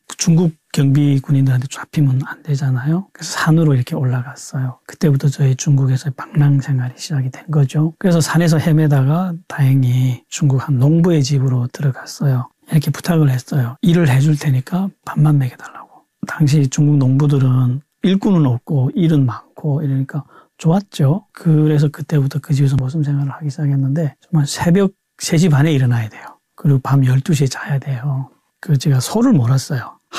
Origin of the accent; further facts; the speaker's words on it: Chongjin, North Hamgyong, North Korea; moved away; 집이 청진이거든요. 청진역에 나가서 이제 중국으로 가자. 예, 조국을 떠나는 마음이었어요. 북한 사람들에게 내 고향, 내 조국을 떠난다는 것은 굉장한 슬픔이고 굉장히 큰 충격입니다.